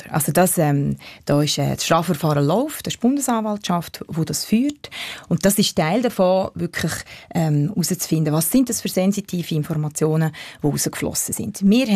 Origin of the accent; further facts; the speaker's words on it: Switzerland; Wir als Schweizer